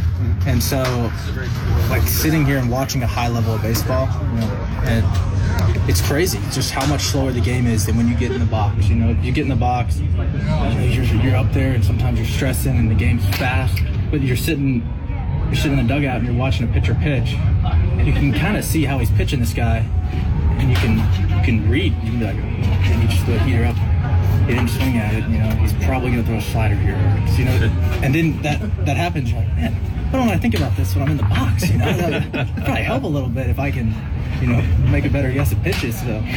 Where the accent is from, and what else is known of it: East Coast, United States